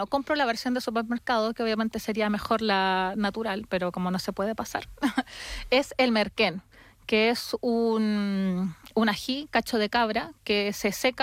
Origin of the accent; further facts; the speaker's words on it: south, Chile; En Chile es más de todo, hacer la vida más al interior. Sobre yeah. todo de donde soy yo, que es más al sur, entonces que es un clima más austero.